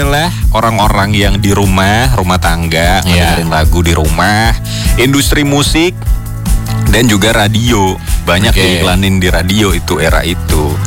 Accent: Semarang, Central Java, Indonesia; Padahal kita juga orang Semarang ya. Mana kita ngerti Bekasi itu gimana bentuknya.

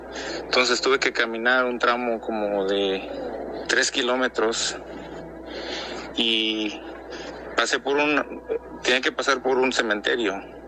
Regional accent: Morelos, Mexico; now in Arizona, United States; soy de Arizona, originalmente de Morelos.

